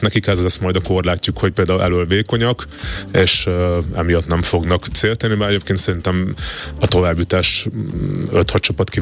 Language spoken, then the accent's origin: Hungarian; Hungary; magyar vagyok